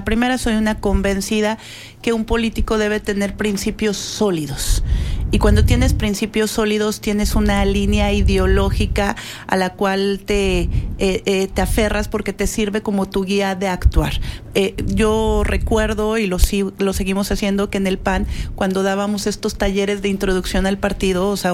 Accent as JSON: {"language": "Spanish", "region": "Zacatecas", "country": "Mexico", "said": "yo soy de Zacatecas"}